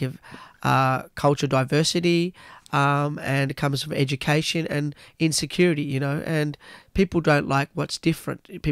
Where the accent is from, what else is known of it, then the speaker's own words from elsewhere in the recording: Tasmania, Australia; this is growing up in Tasmania in the 90s, like, racism was so bad, you know, like, you know, I was one of very few black people in Tasmania as it is